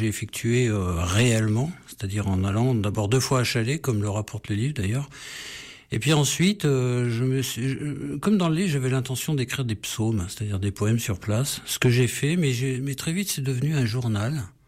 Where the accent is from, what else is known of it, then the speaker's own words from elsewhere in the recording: Grenoble, Auvergne-Rhône-Alpes, France; Oui, parce que d'abord moi je suis de Grenoble